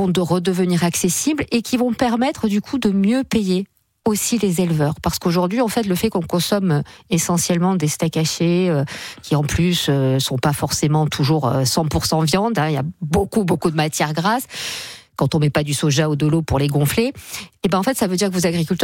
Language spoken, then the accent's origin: French; south of France, France; moi je viens du sud de la France, la tomate, il y avait d'abord le parfum, et après il y avait ce goût incroyable